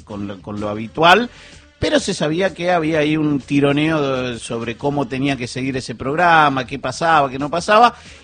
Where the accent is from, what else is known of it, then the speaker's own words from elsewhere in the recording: Uruguay; Yo soy su amigo uruguayo.